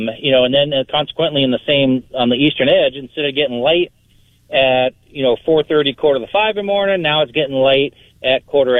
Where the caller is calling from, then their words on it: New Hampshire, United States; I'm a building inspector in the state of New Hampshire.